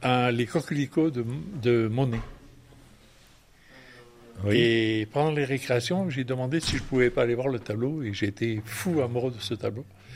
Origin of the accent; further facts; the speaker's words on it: Roquedur, Occitanie, France; Oui, je suis né dans les Cévennes, à Roquedur. J'habite à Roquedur. Et j'étais un... J'étais pas un... D'abord, on était à l'école de Roquedur, où on était 4-5.